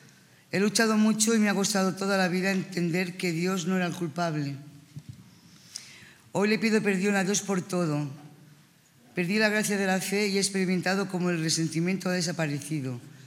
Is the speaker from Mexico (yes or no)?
no; Barcelona, Catalonia, Spain